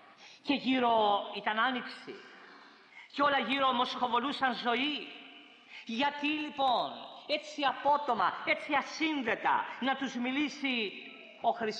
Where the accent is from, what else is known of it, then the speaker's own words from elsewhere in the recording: Corfu, Ionian Islands, Greece; moved away; στο νησί μου στη Γέρκυρα